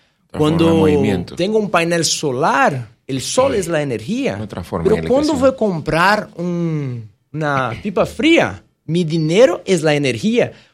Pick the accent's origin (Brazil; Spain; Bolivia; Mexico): Brazil; São Paulo; Spanish is a second language; moved away as an adult; also born or lived in Salvador, Bahia; now in Panama; Yo nací en Salvador de Bahía, pero crecí un poco más cerca a São Paulo, al interior de São Paulo, donde todavía vive mi familia.